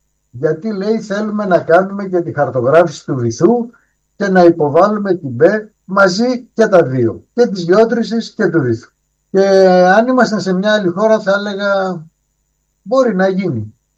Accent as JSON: {"language": "Greek", "country": "Greece", "said": "εμάς σαν Έλληνες φορολογούμενοι"}